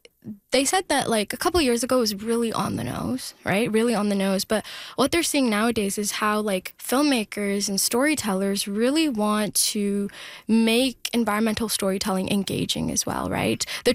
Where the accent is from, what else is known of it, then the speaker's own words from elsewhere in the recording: India; first language Telugu; English is a second language; media, which is, again, my native language. In Telugu media, they still put on plays.